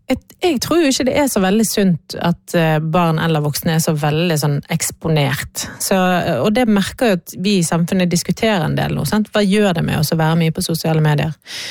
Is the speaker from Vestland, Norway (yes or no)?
yes; Bergen, Vestland, Norway; så jeg er utrolig glad for at jeg har vokst opp i Bergen. Norges største bygd.